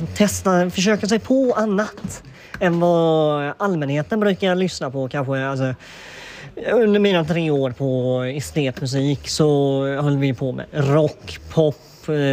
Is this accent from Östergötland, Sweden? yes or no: no; Falkenberg, Halland County, Sweden; jag är ju från Falkenberg